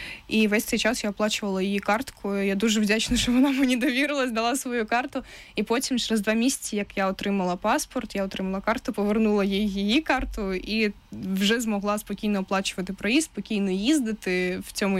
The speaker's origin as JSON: {"language": "Ukrainian", "region": "Crimea", "country": "Ukraine", "said": "з такими ж самими людьми, як я, які кримчани, переїхали нещодавно"}